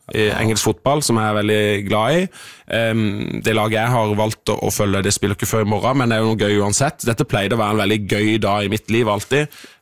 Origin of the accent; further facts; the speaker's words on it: Søgne, Agder, Norway; Vi hadde øvingstid i Søgne der jeg kommer fra.